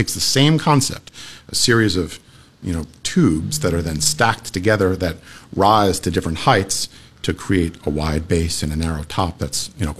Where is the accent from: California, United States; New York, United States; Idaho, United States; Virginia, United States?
New York, United States; now in Chicago, United States; I'm from New York. I'm a New Yorker. Yeah, yeah. I moved to Chicago 11 years ago.